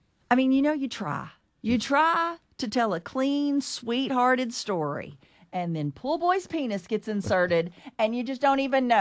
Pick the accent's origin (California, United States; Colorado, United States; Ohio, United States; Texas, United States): Texas, United States; I'm from Texas